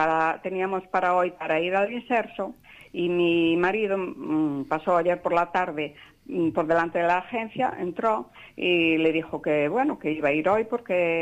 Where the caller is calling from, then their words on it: Cambados, Galicia, Spain; De Cambados.